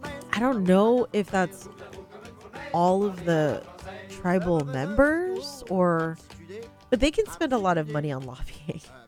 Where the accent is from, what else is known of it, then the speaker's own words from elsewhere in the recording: California, United States; Nobody lives on my reservation. I'm from the Paskenta Band of Nomlaki Indians, and it's not zoned for residential stuff.